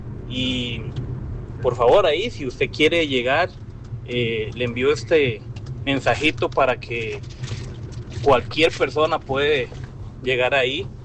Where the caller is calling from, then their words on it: Desamparados, San José, Costa Rica; para mi familia … acá en Fraile de Desamparados